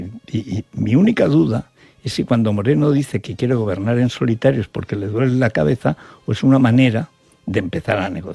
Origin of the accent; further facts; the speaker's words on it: Aragon, Spain; Yo no podía ir a mi pueblo, que es el último pueblo de Aragón, o el primero según se mire, a 4 kilómetros de Guadalajara